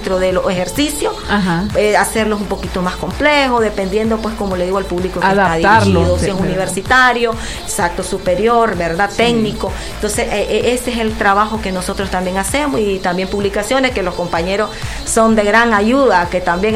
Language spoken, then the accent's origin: Spanish; Nicaragua